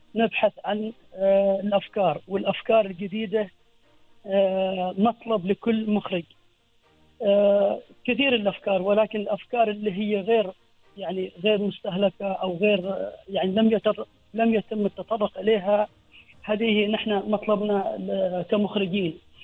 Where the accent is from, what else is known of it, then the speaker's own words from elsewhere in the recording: Oman; عندنا في سلطنة عمان من الأزل عندنا نوعين, عندنا نقوش قديمة وعندنا كتابات عمانية قديمة.